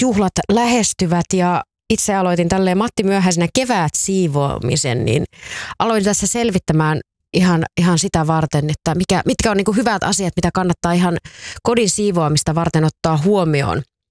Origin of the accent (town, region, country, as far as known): Tampere, Pirkanmaa, Finland; born or raised there